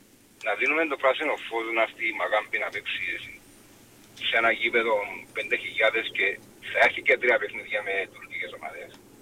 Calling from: Nicosia, Nicosia District, Cyprus; εγώ από Λευκοσία

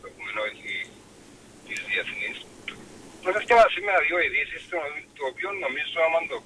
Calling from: Nicosia, Nicosia District, Cyprus; εγώ από Λευκοσία

